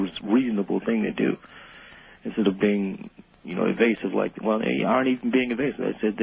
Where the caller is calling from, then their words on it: Phoenix, Arizona, United States; I'm in Phoenix.